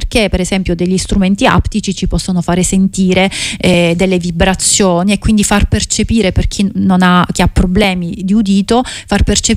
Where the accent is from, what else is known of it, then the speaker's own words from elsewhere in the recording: Calabria, Italy; now in Belgium; avevo proprio desiderio di ritornare a suonare e di ritornare nella mia terra, perché siamo stati tutti lontani dalle nostre famiglie e dai nostri luoghi, e quindi valorizzare il luogo e valorizzare la Calabria.